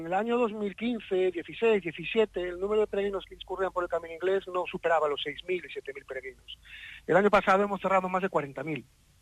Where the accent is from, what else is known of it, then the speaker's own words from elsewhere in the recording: Pontedeume, Galicia, Spain; yo suelo ser muy ecuánime cuando hablo de mi pueblo y me reafirmo, ¿no?, que es uno de los entornos más bonitos de Galicia. Ponte de Ume es un municipio